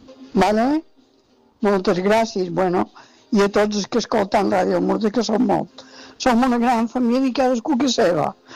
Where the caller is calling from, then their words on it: Sa Cabana, Balearic Islands, Spain; de Sa Cabana i de Sant Pere.